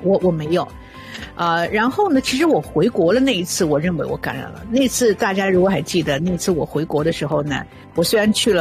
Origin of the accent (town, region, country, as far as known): Canada